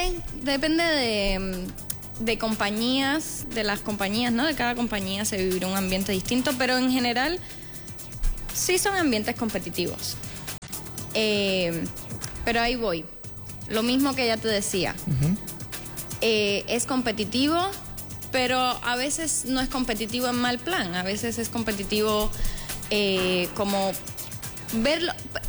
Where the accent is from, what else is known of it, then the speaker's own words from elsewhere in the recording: Cuba; moved away as an adult; now in Mexico; Pues, salí de Cuba, pues la decisión que me impulsó, se sabe, económica y política. Cuba lleva años en crisis, en decadencia, y yo sabía que yo pues allí no quería vivir.